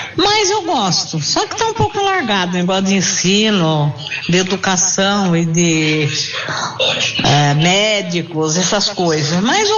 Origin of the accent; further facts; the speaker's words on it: Campinas, São Paulo, Brazil; eu acho Campinas maravilhosa. Eu gosto, porque eu nasci aqui, me criei. Já tô com uns bons anos já.